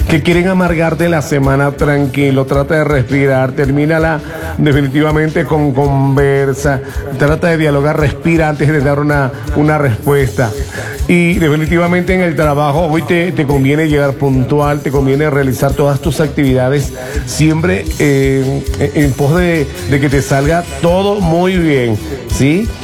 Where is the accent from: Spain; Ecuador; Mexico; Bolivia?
Ecuador; Uno como ecuatoriano